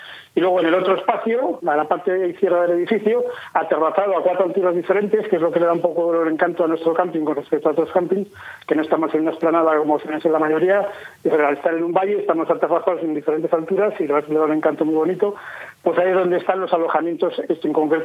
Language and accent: Spanish; Pradoluengo, Castile and León, Spain; Somos de aquí, del pueblo natal, somos natales de Pradoluengo